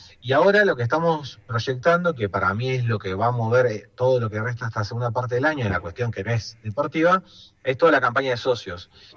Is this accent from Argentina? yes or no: yes; Cipolletti, Río Negro, Argentina; born there; now in Neuquén, Argentina; yo soy cipoleño, yo nací en Cipolete.